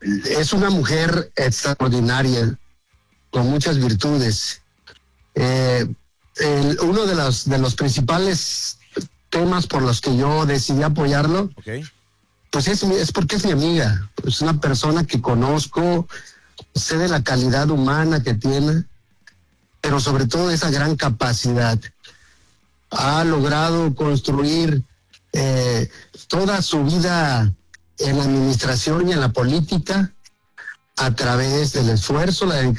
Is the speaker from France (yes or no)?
no; Mexico; yo desayuno con un desayuno costeño, pues soy de Metepec.